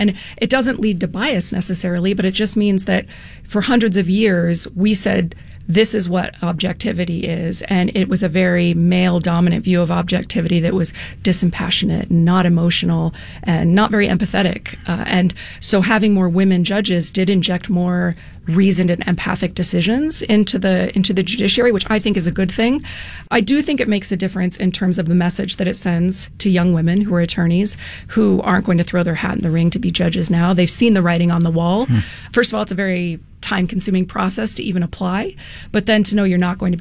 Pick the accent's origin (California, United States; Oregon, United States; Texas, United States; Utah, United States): Utah, United States; I grew up here in Utah.